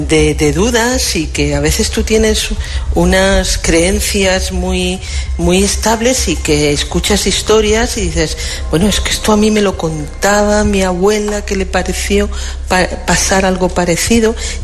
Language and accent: Spanish; Castilla-La Mancha, Spain; born there; en mi pueblo hay unas tradiciones maravillosas que yo creo que existen, por lo menos en la zona de La Mancha.